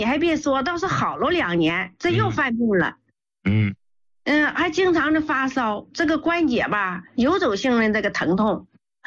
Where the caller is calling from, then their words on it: Liaoning, China; accent: Northeastern; 我是辽宁的。